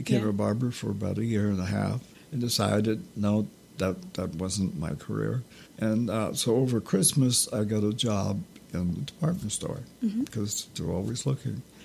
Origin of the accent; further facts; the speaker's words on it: Newfoundland and Labrador, Canada; Newfoundlanders, you know, we live on an island.